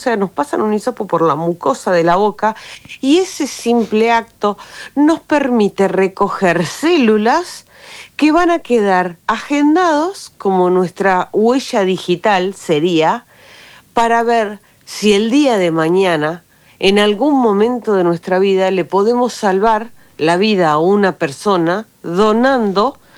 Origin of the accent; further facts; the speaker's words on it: Argentina; Tanto como que nosotros hemos, como argentino, donado para una persona que estaba esperando en otro continente o viceversa.